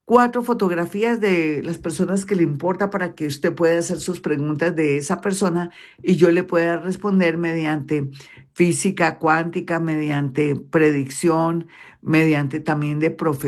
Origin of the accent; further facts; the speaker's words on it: Bogotá, Colombia; yo que soy de Bogotá